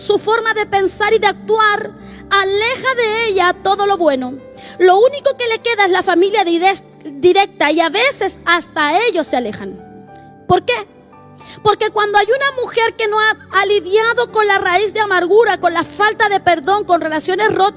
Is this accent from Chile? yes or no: yes; Chile; yo soy bien chilena para hablar.